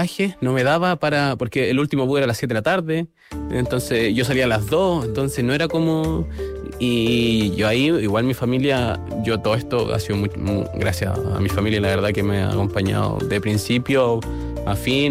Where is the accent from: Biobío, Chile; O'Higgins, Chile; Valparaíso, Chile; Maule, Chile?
O'Higgins, Chile; Rengo; Y también decir que yo vengo de Rengo, allá no hay muchos centros médicos, ni mucho menos. Yo tuve que venir constantemente de Rengo a Santiago, Santiago a Rengo. Mi infancia se pasó en eso.